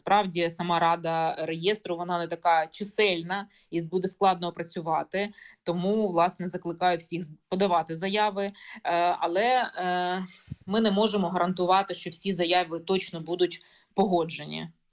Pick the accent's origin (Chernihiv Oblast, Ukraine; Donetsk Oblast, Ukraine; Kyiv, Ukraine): Donetsk Oblast, Ukraine; moved away; я сама з Донеччини